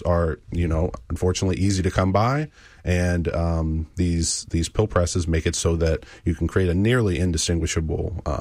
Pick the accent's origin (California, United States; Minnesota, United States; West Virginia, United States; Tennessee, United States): West Virginia, United States; Sure, yeah. I grew up in West Virginia. I'm from West Virginia